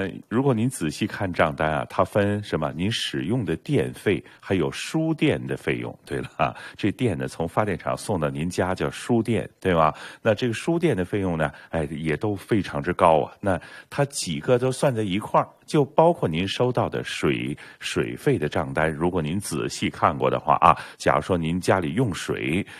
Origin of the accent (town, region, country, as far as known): Toronto, Ontario, Canada